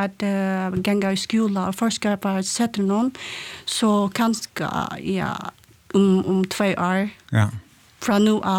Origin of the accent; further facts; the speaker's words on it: Philippines; Swedish is a second language; now in Sweden; jag är från Filippinerna. Mm-hmm. Ja, och jag bor här i förrän 4 år nu.